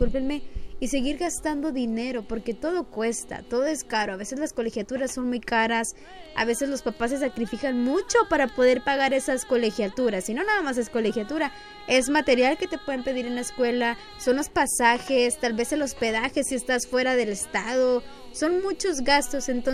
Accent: Mexico; Yo como mexicana

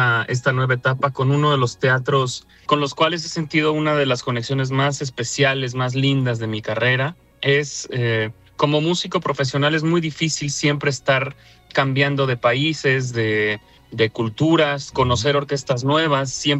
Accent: Guanajuato, Mexico; born there; moved away; also born or lived in Mexico City / Italy; Yo nací en Guanajuato, la ciudad más bonita de México

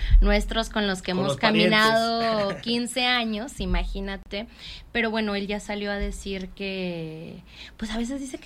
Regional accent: Ciudad Juárez, Chihuahua, Mexico; aunque yo soy de Ciudad Juárez, orgullosamente lo saben.

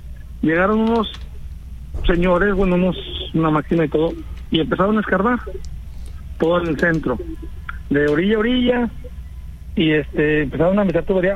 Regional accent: Monclova, Coahuila, Mexico; Aquí no sé dónde, en la ciudad de Monclova, no, somos de Monclova.

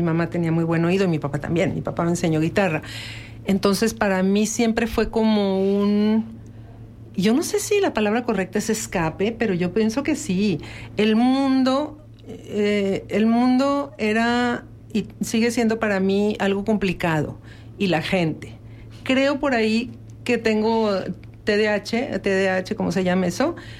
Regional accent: Mexico; moved away as an adult; also born or lived in Toronto, Canada; now in San Miguel de Allende, Mexico; yo decía, yo soy de México

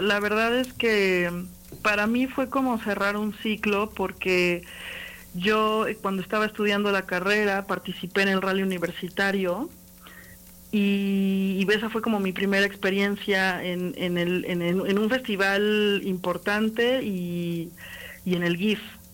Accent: Mexico; Cómo somos los mexicanos, cómo nos ven a los mexicanos fuera de nuestro país.

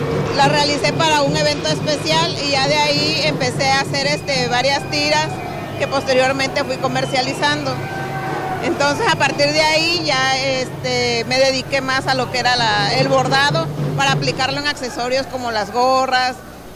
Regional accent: Cárdenas, Tabasco, Mexico; Soy de Cárdenas, Tabasco

